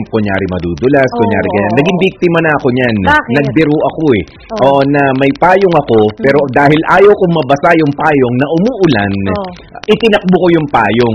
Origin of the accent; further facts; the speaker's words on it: Marikina, Metro Manila, Philippines; moved away; taga Marikina ako eh. Dati, ha?